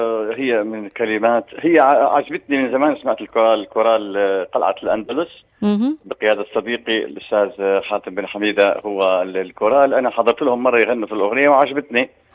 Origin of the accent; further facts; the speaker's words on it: Deir ez-Zor, Deir ez-Zor Governorate, Syria; أنا سوري طبعا وأفتخر في ذلك لكن كمان نغني عراقي أنا أصلي من دير الزور من دير الزور إحنا نغني اللون العراقي مليح